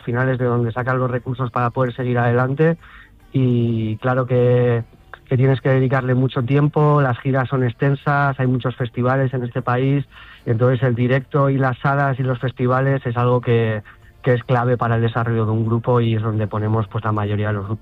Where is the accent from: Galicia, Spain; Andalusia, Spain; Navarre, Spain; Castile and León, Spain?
Navarre, Spain; Pamplona; nosotros somos de Pamplona